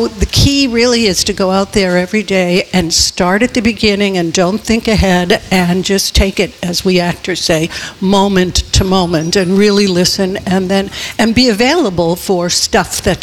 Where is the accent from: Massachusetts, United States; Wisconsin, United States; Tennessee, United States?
Massachusetts, United States; Revere; Because I'm from Revere.